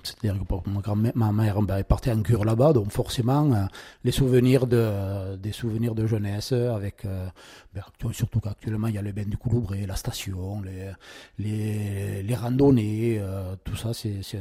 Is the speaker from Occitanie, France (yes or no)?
yes; Lézignan-Corbières, Occitanie, France; now in Chalabre, France; je vais partir sur Lézignan-Corbières. C'est quand même ma ville natale, on va dire. Donc, j'ai quand même passé toute mon enfance.